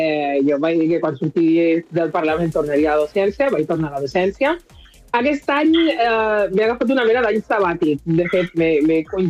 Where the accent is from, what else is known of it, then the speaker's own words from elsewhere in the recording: Lleida, Catalonia, Spain; born there; jo vaig néixer a Lleida de mare catalana.